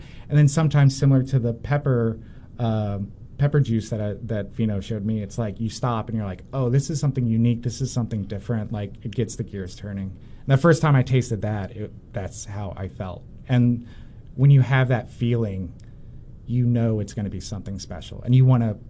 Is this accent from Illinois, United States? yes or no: no; Mobile, Alabama, United States; Growing up in Mobile, there's tons of seafood